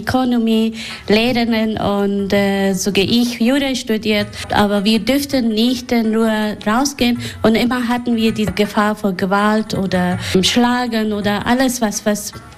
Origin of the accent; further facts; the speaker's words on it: Kabul, Afghanistan; German is a second language; now in Germany; Nee, Ich komme aus Kabul, ja.